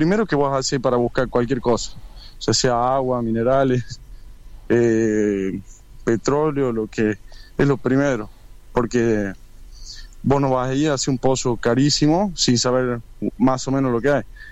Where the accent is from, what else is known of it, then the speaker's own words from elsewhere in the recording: Argentina; Yo quiero trabajar en mi país, es lo que quiero.